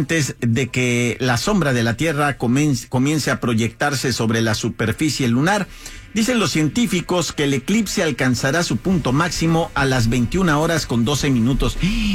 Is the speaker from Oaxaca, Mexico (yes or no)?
yes; Oaxaca, Mexico; born there; Soy bebé eclipse de Oaxaca.